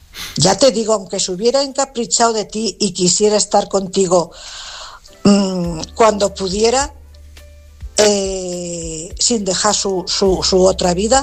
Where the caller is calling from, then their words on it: Cuenca, Castilla-La Mancha, Spain; Buenas noches … corresponsal de Cuenca.